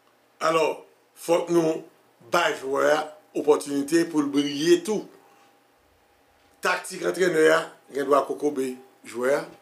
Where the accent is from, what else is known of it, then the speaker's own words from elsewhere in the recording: Haiti; nous en tant qu'haïtien